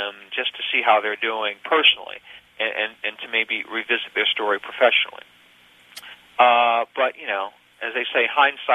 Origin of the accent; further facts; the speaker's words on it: the South, United States; I'm a Southerner, and New Yorkers, rightly or wrongly, have this reputation of being sort of these cold, rude people